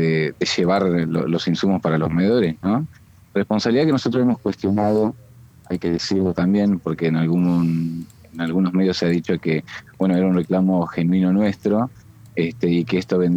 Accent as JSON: {"language": "Spanish", "region": "Entre Ríos", "country": "Argentina", "said": "yo soy de Isla del Ibicuí"}